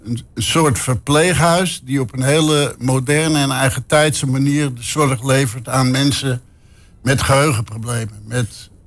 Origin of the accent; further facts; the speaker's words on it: Beverwijk, North Holland, Netherlands; also born or lived in Muiden; now in Heemskerk, Netherlands; 360 eigenlijk. Geboren in de Muiden. Opgegroeid in Beverwijk. En woon nu in Heemskerk.